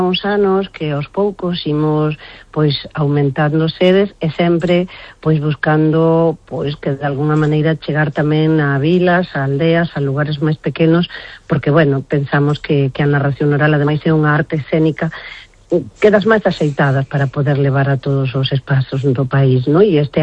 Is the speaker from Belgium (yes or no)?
no; Uruguay; now in Galicia, Spain; eu son de Uruguai